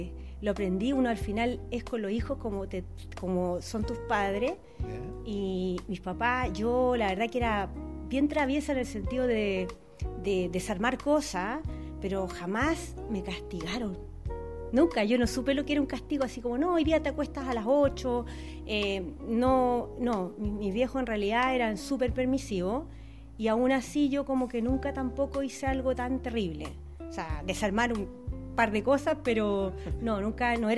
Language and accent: Spanish; Quilpué, Valparaíso, Chile; born there; also born or lived in Santiago; Y cuando me vine de Santiago, yo dije... voy a volver a Santiago porque amo Santiago. Y nunca volví. Y claro, me enamoré de Quilpué, me enamoré de la región, nunca más quise volver a Santiago.